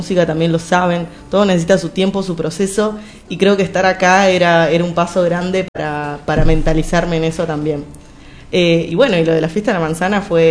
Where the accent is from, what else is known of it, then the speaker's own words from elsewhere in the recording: Ingeniero Jacobacci, Río Negro, Argentina; moved away as an adult; also born or lived in Tucumán / General Roca; now in Buenos Aires, Argentina; Yo soy de Tucumán, soy nacida en Tucumán, tengo toda mi familia allá, viajo todos los años, me encanta, pero la verdad es que crecí en Ingeniero Jacobacci. Ingeniero Jacobacci es un pueblo de la línea sur de Río Negro, queda muy cerquita de Bariloche. Yo crecí, pasé la mayor parte de mi vida ahí